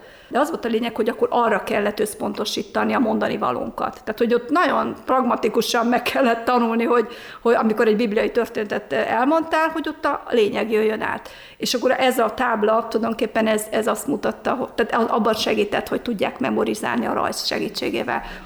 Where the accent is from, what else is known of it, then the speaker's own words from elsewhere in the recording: Hungary; Hát először nagyon-nagyon nehezen viseltük, mint magyarok